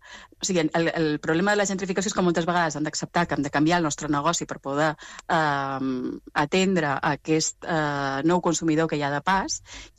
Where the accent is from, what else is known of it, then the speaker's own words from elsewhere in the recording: Balearic Islands, Spain; jo venc de Mallorca, tota la meva vida ens han dit que nosaltres vivim del turisme